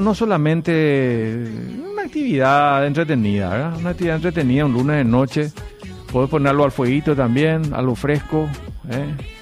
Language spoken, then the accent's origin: Spanish; Paraguay; Como paraguayos que somos.